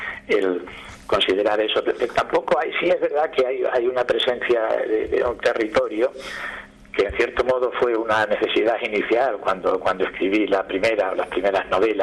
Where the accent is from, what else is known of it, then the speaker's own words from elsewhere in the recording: Extremadura, Spain; born there; also born or lived in Madrid; now in Plasencia, Spain; los pueblos de alrededor, de donde yo nací